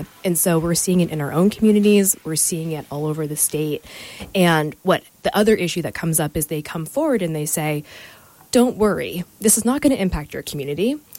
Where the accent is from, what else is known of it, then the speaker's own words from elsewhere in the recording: Gorham, Maine, United States; my hometown of Gorham and Scarborough